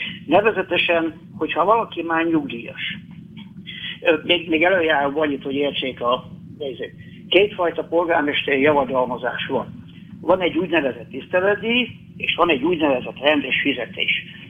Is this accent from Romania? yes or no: no; Hungary; born there